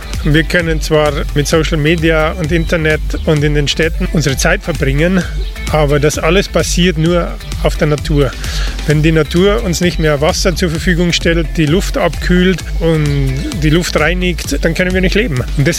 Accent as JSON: {"language": "German", "region": "Bavaria", "country": "Germany", "tie": "born or raised there", "moved": "as an adult", "lives_now": "Romania", "said": "Rumänien ist meine Heimat geworden. Also ich bin im Bayerischen Wald aufgewachsen, direkt neben dem Nationalpark Bayerischer Wald."}